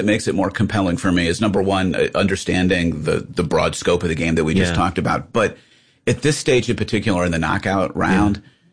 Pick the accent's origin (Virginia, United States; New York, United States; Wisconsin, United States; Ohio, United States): Ohio, United States; Growing up in Northeastern Ohio, I played.